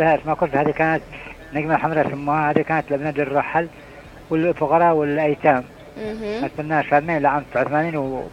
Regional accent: Aden, Yemen; كنا عندنا في عدن

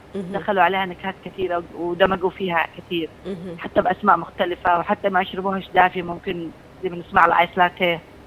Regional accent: Yemen; ويعرف ان احنا من اليمن

